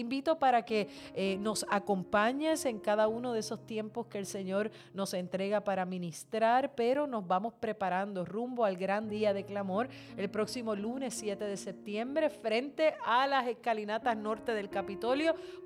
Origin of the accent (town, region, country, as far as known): Puerto Rico